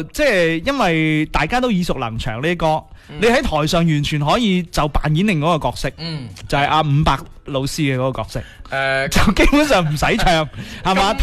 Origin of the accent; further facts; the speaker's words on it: Guangdong, China; 某只牌子其实对于我哋广东人嘅发音嚟讲，不是太那么友好